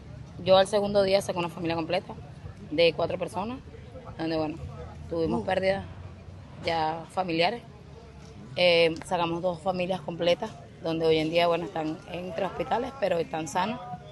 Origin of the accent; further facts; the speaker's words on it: Caracas, Capital District, Venezuela; Yo no soy de aquí, yo soy de Caracas.